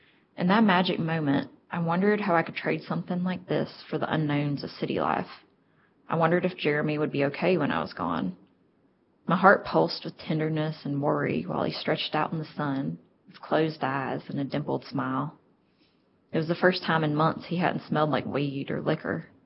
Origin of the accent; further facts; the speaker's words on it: Tazewell, Virginia, United States; moved away as an adult; now in Nelson County, Virginia, United States; When I came home that summer for break, I was back in Tazewell for 3 months